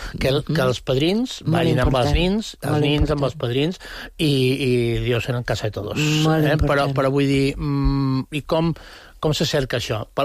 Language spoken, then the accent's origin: Catalan; Palma, Balearic Islands, Spain; jo som del Terreno